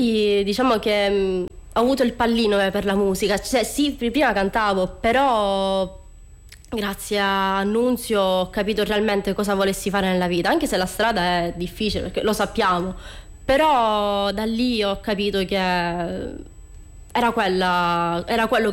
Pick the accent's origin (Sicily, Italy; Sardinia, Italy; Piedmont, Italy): Sicily, Italy; Trabia; partecipai al mio primo concorso Canoro a Trebia, il mio paese di origine.